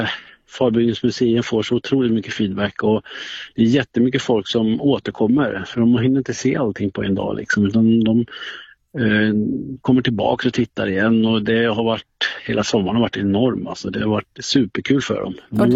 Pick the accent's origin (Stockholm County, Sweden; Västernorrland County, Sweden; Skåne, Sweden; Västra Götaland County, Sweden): Västra Götaland County, Sweden; Skara; Jag är uppvuxen i Skara